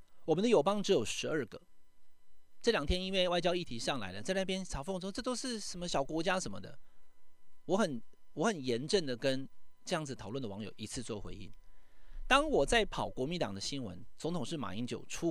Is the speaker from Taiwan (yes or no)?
yes; Taiwan; 我们台湾人